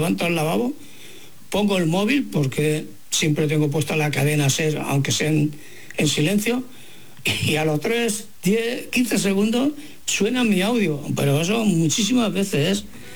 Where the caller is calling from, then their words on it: Barcelona, Catalonia, Spain; Hola, fareros. … de Barcelona.